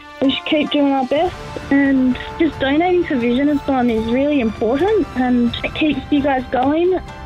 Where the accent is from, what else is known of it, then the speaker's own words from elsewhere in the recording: Port Lincoln, South Australia, Australia; moved away as an adult; now in Joso, Japan; I grew up in Port Lincoln, so it was a pretty small town.